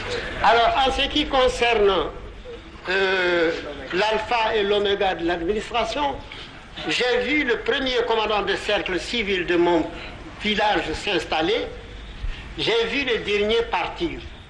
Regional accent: Kati, Koulikoro, Mali; born there; also born or lived in Bamako; quand je faisais l'école, mes parents habitaient à Kati, à 12 km de Bamako. L'école régionale se trouvait à Bamako et je faisais 24 km par jour pour aller à l'école. J'ai quitté de chez moi à Kati

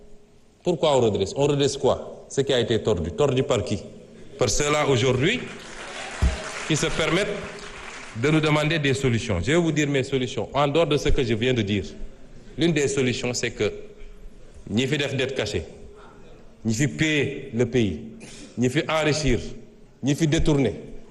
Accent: Senegal; Nous, au Sénégal

